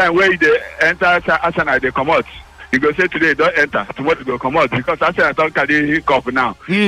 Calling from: Nigeria; I'm calling from Elasa.

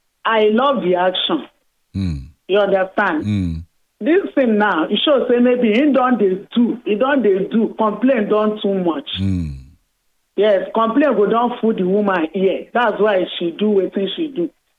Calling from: Nigeria; I'm calling from Ketuekpe.

